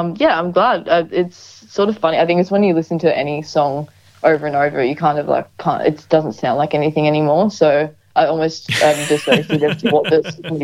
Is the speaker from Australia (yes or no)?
yes; Queensland, Australia; Oh yeah, I'm just from Queensland.